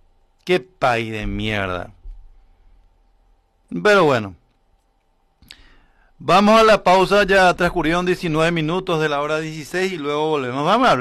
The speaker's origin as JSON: {"language": "Spanish", "country": "Paraguay", "said": "los paraguayos somos boludos."}